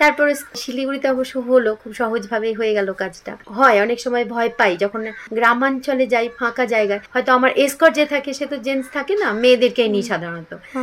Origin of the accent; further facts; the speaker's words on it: Cooch Behar, West Bengal, India; তারপর স্কুলে বড় হলাম, ওখানেও সবারই খুব কাছে ছিলাম, ভীষণ আদর যত্নে বড় হয়েছি NLC school for the blind কুচবিহারে, ওখানে তো পড়াশোনা করলাম